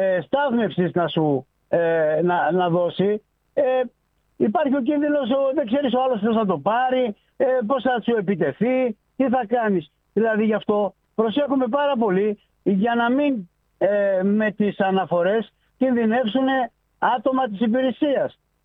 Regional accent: Greece; μας ενοχλεί σαν Έλληνες.

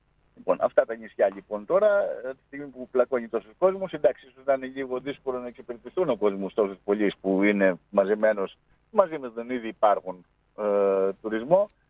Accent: Samos, North Aegean, Greece; το νησί μου τώρα δεν τη βλέπεις σε 3 μέρες

